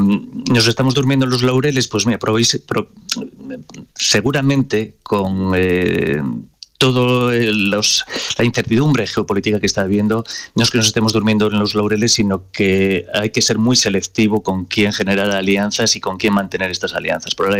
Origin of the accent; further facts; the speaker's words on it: León, Castile and León, Spain; Yo soy de León